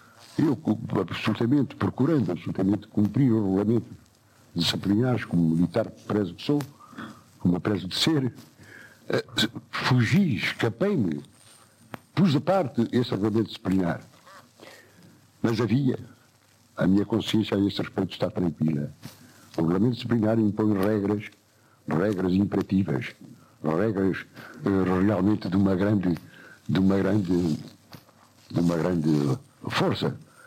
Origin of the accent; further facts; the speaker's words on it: Portugal; como patriota, como português